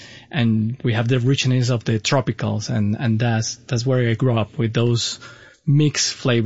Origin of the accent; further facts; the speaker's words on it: Caracas, Capital District, Venezuela; So I grew up in Caracas. In the golden years, Caracas was very open, very cosmopolitan, and we have a lot of influence of Mediterranean food.